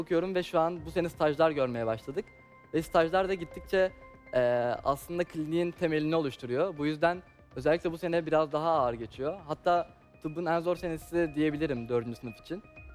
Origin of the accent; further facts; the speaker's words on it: Adana, Turkey; now in Istanbul, Turkey; İstanbul Tıp Fakültesi 4. sınıf öğrencisiyim. 2000 doğumluyum, 21 yaşındayım. Doğma büyüme Adanalıyım. Aslen Diyarbakırlıyım.